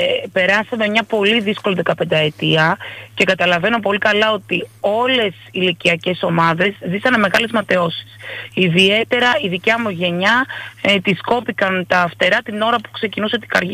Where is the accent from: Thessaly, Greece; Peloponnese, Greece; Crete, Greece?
Peloponnese, Greece; Ξέρετε, εγώ είμαι από τη Μεσσηνία.